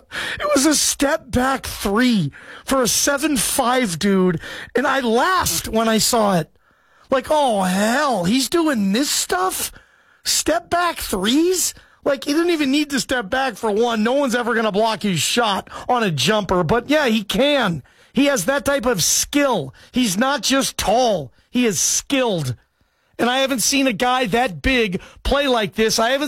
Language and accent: English; Atlanta, Georgia, United States; born there; I was born in Atlanta, so I have a special place in my heart for the ATL.